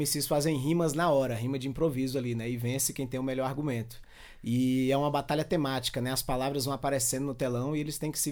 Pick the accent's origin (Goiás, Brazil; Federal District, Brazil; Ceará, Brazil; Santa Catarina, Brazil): Federal District, Brazil; Brasília; Minha mãe saiu de lá para trabalhar em Brasília. E eu cresci boa parte da minha infância aqui em Brasília, né?